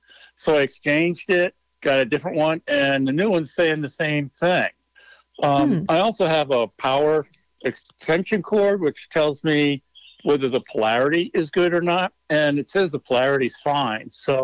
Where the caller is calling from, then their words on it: Anchorage, Alaska, United States; I'm calling from Alaska, Anchorage.